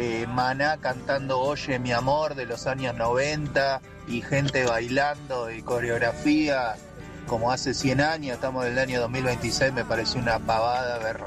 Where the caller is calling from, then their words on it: Buenos Aires, Argentina; de Colegiales.